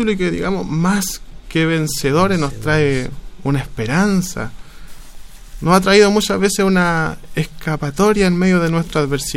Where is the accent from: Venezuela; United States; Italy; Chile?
Chile; Tomé, Biobío; Soy oriundo de Yoicura, un sector de acá de la comuna de Tomé